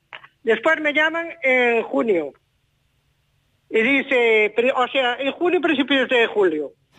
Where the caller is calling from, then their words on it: Pontevedra, Galicia, Spain; yo soy de Lérez.